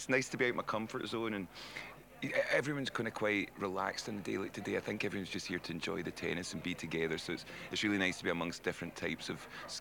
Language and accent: English; Scotland, United Kingdom; as a Scotsman as well, a Scottish person